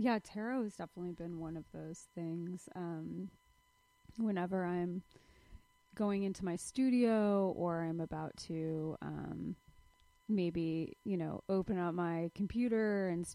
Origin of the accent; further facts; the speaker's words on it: Florida, United States; being a young queer person who felt a little out of place and alienated growing up in Florida